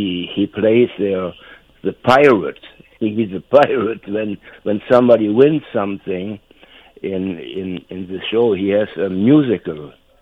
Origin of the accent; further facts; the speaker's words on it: North Rhine-Westphalia, Germany; I grew up in North Rhine-Westphalia.